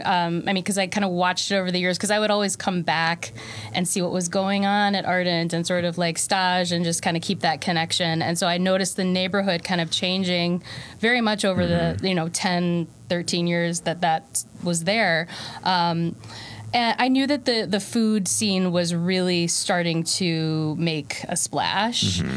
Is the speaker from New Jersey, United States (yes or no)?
no; Evanston, Illinois, United States; now in Milwaukee, United States; So I am from the Chicago area originally, from Evanston, Illinois.